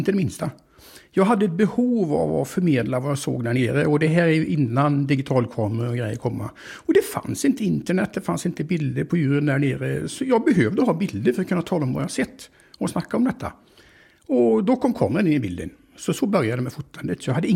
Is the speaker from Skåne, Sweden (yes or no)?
no; Skövde, Västra Götaland County, Sweden; Jag är uppvuxen i Skövde, mitt ute på slätten.